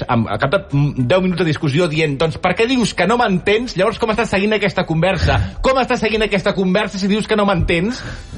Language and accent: Catalan; Barcelona, Catalonia, Spain; soc de Barcelona